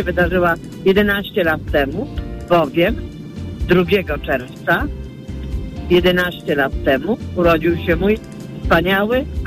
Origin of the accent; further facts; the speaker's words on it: Poznań, Greater Poland Voivodeship, Poland; now in Zamysłowo, Poland; Dzwonię do Was z małej miejscowości takiej pod Poznaniem, Zamysłowa, chociaż jestem rodowitą poznanianką.